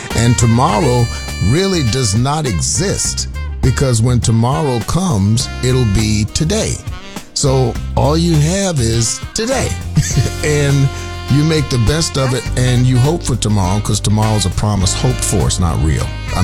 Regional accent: Savannah, Georgia, United States; Look, I'm from Savannah, Georgia. So, you know, we got water bugs, roaches, mosquitoes, the size of flies.

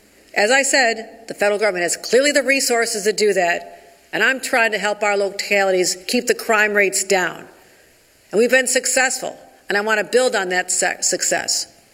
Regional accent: New York, United States; Not as New Yorkers, not as Americans.

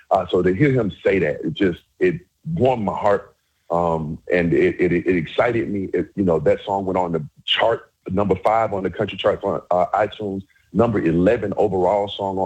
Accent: Alabama, United States; I go, I'm from Alabama. They go, Alabama. They say it that way every time. Alabama.

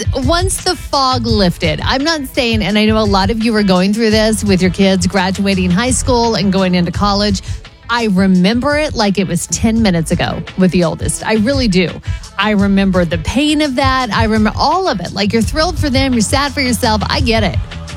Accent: Riverside, California, United States; also born or lived in Oklahoma; when I was a kid, I think I was in second grade, and we moved from Oklahoma to Riverside, California.

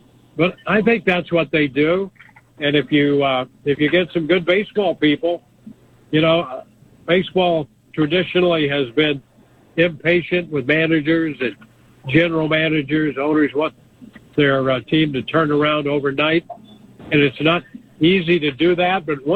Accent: Midwest, United States; I grew up in the Midwest where baseball was really king

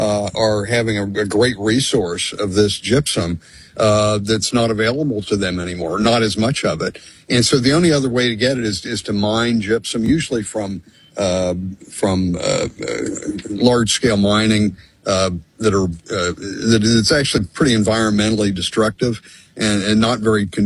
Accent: Pennsylvania, United States; born or raised there

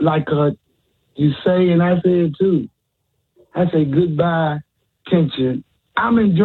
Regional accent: Memphis, Tennessee, United States; I grew up in the White Haven area and the South Memphis area.

